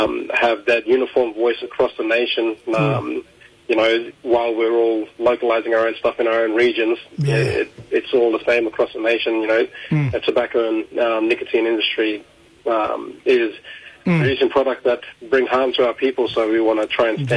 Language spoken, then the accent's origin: English; Queensland, Australia; I'm from the Torres Strait. And, got connection to a couple of islands and families and, from Semple and the Eastern Coast in the Torres Strait there.